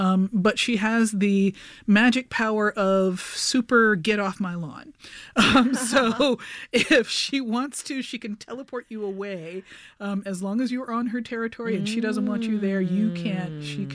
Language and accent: English; New York, United States; my own growing up in New York in the 80s